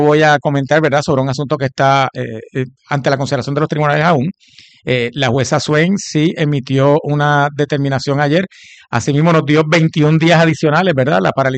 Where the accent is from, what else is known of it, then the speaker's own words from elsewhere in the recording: Puerto Rico; es de todos nosotros como puertorriqueños